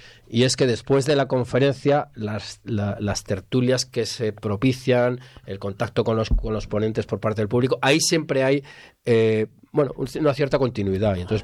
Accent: Cuenca, Castilla-La Mancha, Spain; yo soy de Cuenca

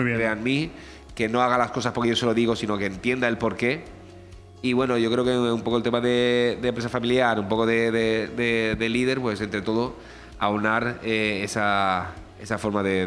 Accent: Benidorm, Valencian Community, Spain; Yo, ¿dónde voy? Vamos, muy orgulloso de decir que soy de Benidorm.

